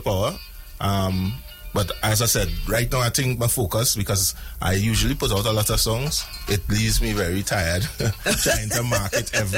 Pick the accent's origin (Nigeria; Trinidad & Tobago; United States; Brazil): Trinidad & Tobago; San Fernando; I'm from San Fernando, actually.